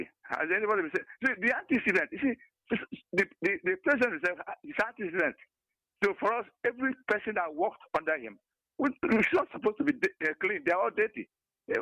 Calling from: Enugu, Enugu State, Nigeria; I'm calling from Enugu.

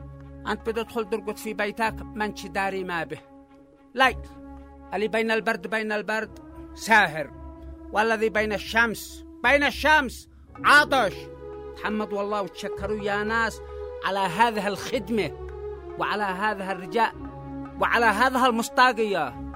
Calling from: Yemen; عاد إحنا يمنية

